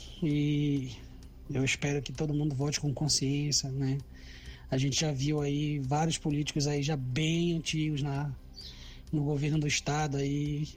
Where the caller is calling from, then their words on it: Pará, Brazil; Eu vou falar do povo paraense porque eu sou paraense, né?